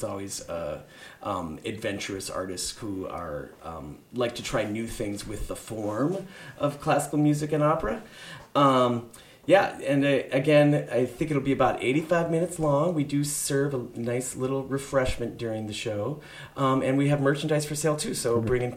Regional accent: Silver Bay, Minnesota, United States; I'm originally from Silver Bay, so bringing it to Lake County is a delight as well.

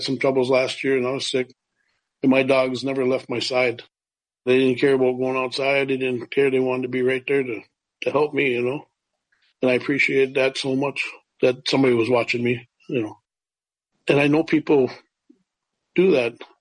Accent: Bena, United States; we grew up living in Bena behind the big fish there

